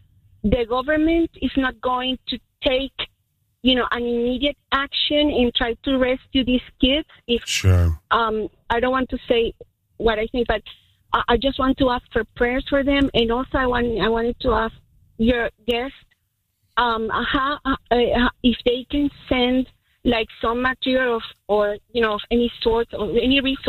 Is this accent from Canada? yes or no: no; Venezuela; Yes, I am from Venezuela.